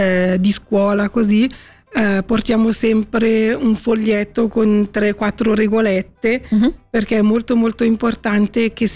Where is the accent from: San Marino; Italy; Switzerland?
Switzerland; Morbio, Ticino; now in Prosito, Switzerland; Io sono di Morbio, originaria